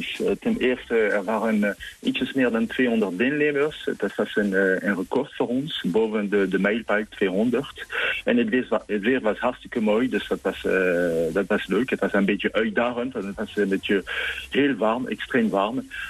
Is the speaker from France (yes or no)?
yes; France; now in Netherlands; Ja, ik ben Fransman, klopt.